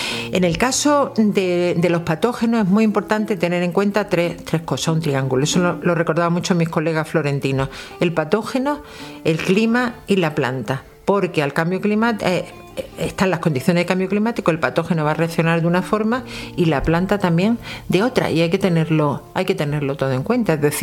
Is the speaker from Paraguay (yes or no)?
no; Melilla, Spain; yo soy de Melilla también y siempre en casa había muchas plantas suculentas.